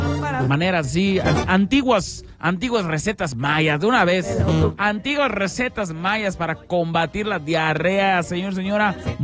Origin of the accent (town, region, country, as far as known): Argentina; now in Mexico